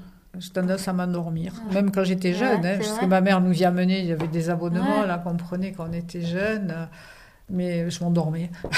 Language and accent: French; Carcassonne, Occitanie, France; born there; also born or lived in Nîmes; C'était à Carcassonne, ça. Je suis née à Carcassonne. Et j'ai parti à Nîmes. Et ma mère s'est fait muter à Nîmes.